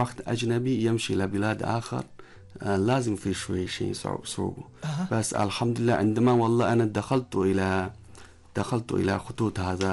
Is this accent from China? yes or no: yes; China; Arabic is a second language; moved away as an adult; now in Oman